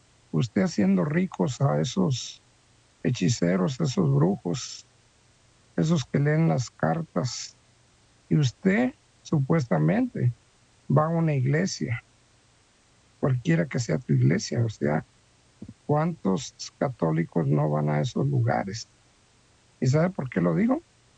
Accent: Mexico; nosotros como mexicanos crecimos en ese espíritu de idolatría

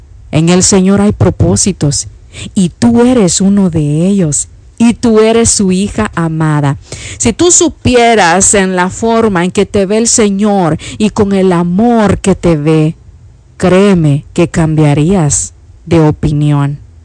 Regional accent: El Salvador; Yo soy de El Salvador.

